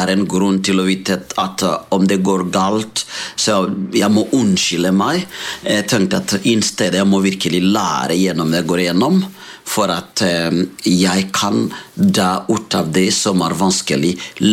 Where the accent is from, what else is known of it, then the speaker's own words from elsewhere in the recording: Burundi; Norwegian is a second language; moved away as an adult; now in Molde, Norway; jeg kommer opprinnelig fra Burundi